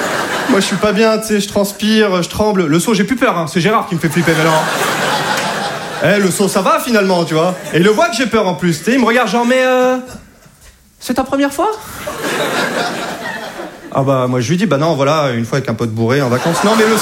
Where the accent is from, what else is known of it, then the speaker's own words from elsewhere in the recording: Hauts-de-France, France; now in Paris, France; Je suis pas de Paris à la base, moi je viens de Picardie.